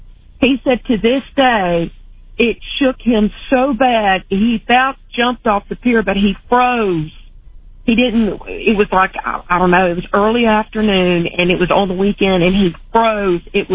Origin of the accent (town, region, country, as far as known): Virginia, United States